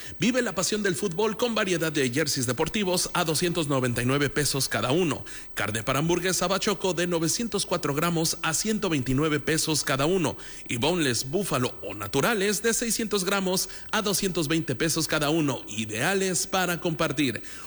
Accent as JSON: {"language": "Spanish", "country": "Mexico", "said": "todos somos mexicanos"}